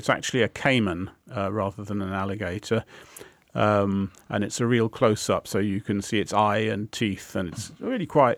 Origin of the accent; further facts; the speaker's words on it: Walsall, West Midlands, United Kingdom; born there; I was born in Grosvenor Avenue, which is not more than a few hundred metres from the stage where the Streetly Festival happens.